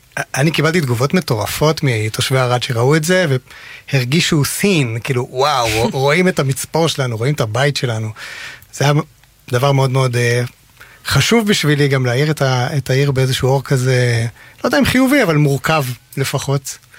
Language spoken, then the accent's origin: Hebrew; Arad, Southern District, Israel; moved away as an adult; now in Tel Aviv, Israel; אני ערדי born and raised. נולדתי שם, גדלתי שם, בעצם גרתי שם עד גיל 22, משהו כזה.